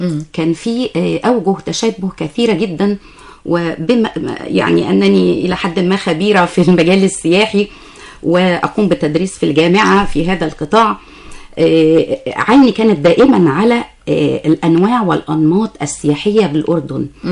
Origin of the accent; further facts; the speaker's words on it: Egypt; عندنا في مصر